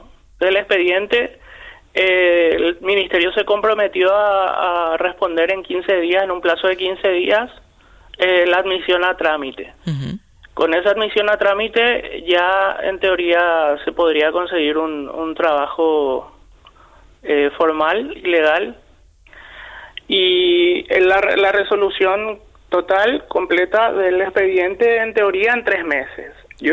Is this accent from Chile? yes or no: no; Paraguay; moved away as an adult; now in Gran Canaria, Spain